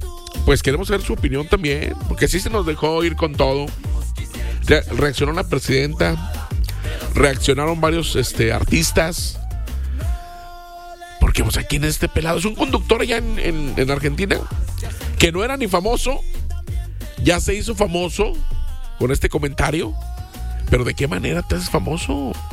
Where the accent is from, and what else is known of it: Mexico